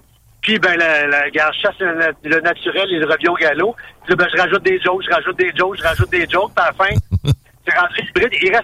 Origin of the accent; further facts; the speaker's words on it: Montreal, Quebec, Canada; Et ma famille vient de l'Abitibi du Témiscamingue. J'ai été élevé à Montréal, là